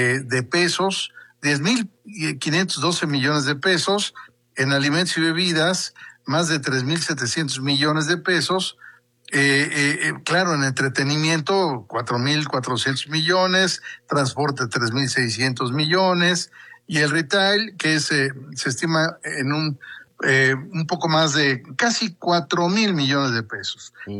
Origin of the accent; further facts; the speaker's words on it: Mexico; lo que realmente somos los mexicanos